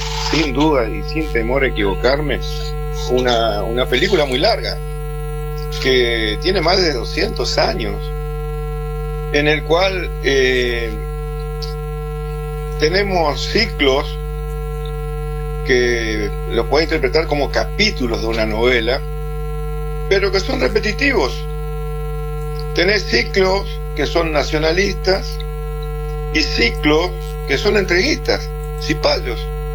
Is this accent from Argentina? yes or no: yes; Argentina